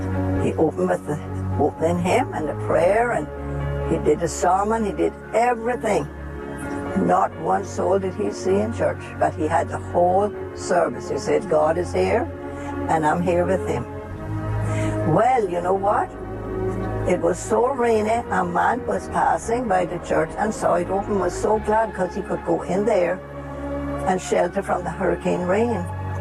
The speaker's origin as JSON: {"language": "English", "country": "Cayman Islands", "tie": "born or raised there", "said": "I was born in the Cayman Islands 88 years ago, November gone."}